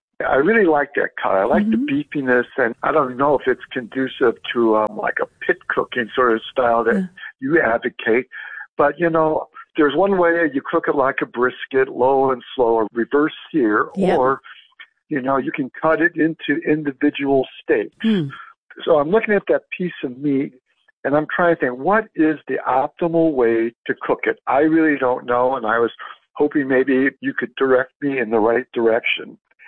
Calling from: Scottsdale, Arizona, United States; Hi, Genevieve. … I'm from Scottsdale, Arizona.

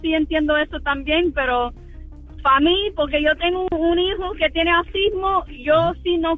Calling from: Plant City, Florida, United States; Estoy llamando de Plant City

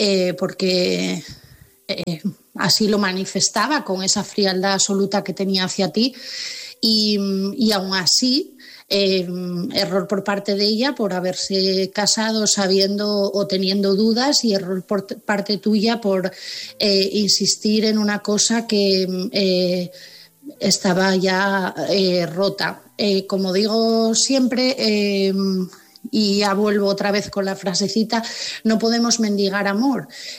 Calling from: Asturias, Spain; de Asturias

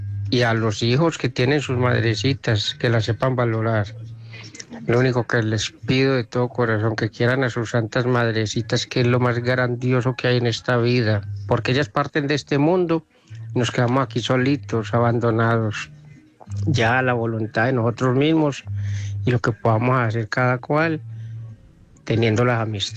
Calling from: Bello, Antioquia, Colombia; de Oyacá de Bello.

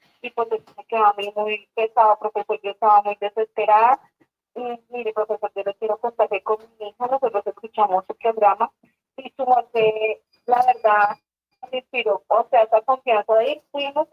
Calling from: Tunja, Boyacá, Colombia; los llamo desde Tunja, Boyacá.

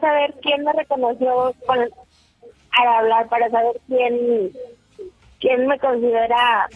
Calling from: Monterrey, Nuevo León, Mexico; Soy regia, mucha honra, mucho orgullo

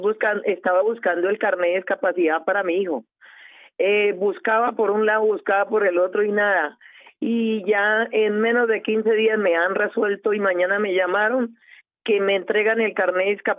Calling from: Bogotá, Colombia; De Bogotá.

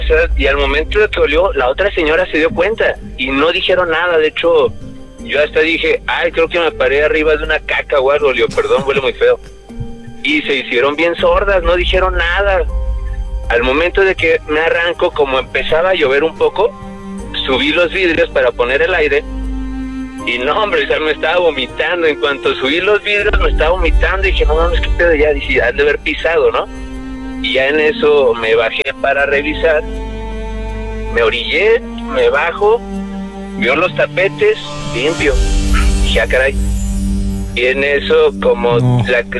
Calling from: Guadalajara, Jalisco, Mexico; De Guanatos.

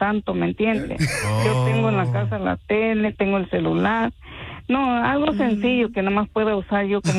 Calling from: Virginia, United States; yo vivo en Virginia.

